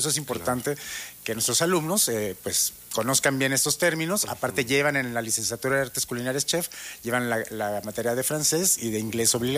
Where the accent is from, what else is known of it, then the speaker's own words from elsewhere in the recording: Morelia, Michoacán, Mexico; Yo soy originario de Morelia.